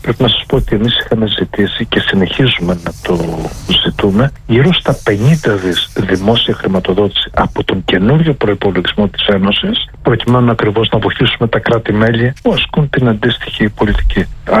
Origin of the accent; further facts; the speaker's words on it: Greece; εμείς ως Έλληνες